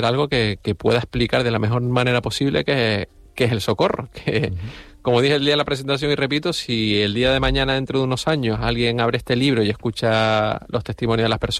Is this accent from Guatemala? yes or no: no; Güímar, Canary Islands, Spain; moved away; en Güímar, hace muchos años que yo no vivo en Güímar, y tampoco es que vaya todos los días para Güímar, ni mucho menos, pero uno se siente güimarero